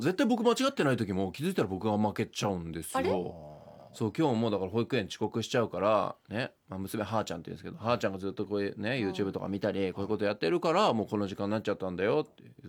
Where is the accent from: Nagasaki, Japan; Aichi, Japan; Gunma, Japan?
Gunma, Japan; Takasaki; born there; moved away as an adult; now in Tokyo, Japan